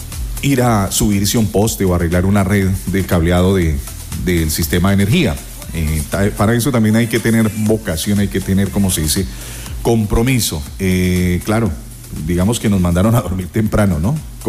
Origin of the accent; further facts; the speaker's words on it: Colombia; todos somos colombianos